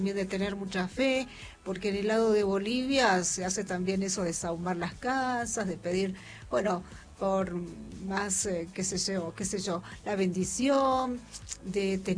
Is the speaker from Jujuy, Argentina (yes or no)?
yes; Jujuy, Argentina